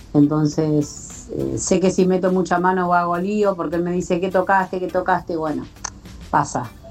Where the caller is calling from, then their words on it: Loma Hermosa, Buenos Aires Province, Argentina; de Loma Hermosa.